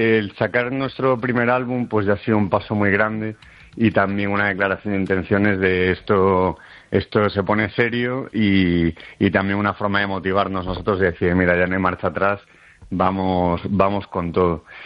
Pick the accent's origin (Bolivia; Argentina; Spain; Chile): Spain; A Coruña, Galicia; somos los dos de Coruña